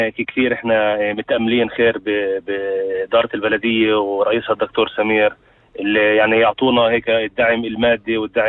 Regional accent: Umm al-Fahm, Haifa District, Israel; مدينتي من الفحيم

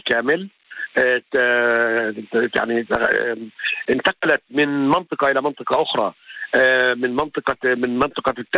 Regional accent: West Bank, Palestine; إحنا كفلسطينيين ندفع ثمن كل ذلك، ندفعه إحنا في الضفة الغربية المحتلة

